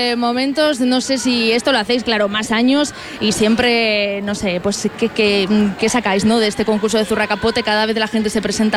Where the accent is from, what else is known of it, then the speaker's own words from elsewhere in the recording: Málaga, Andalusia, Spain; moved away; yo soy de Málaga también, a mí me tira un poco la tierra en este sentido